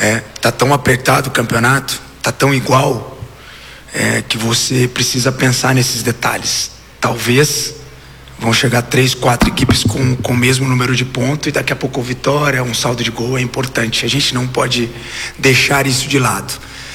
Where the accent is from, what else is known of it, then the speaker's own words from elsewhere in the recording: Campinas, São Paulo, Brazil; moved away; Eu sou de Campinas